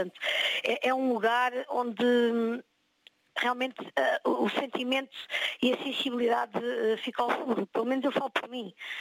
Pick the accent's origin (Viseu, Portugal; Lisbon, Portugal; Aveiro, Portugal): Lisbon, Portugal; moved away as an adult; now in Sintra, Portugal; porque eu nasci em Lisboa, nasci num bairro muito típico de Lisboa, sou do bairro da Ajuda, vivo em Sintra há muitos anos, minha mãe é do Norte, meu pai é de Lisboa